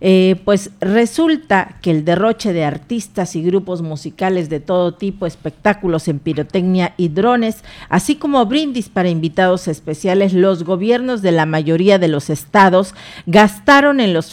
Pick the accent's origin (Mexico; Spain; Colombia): Mexico; somos mexicanos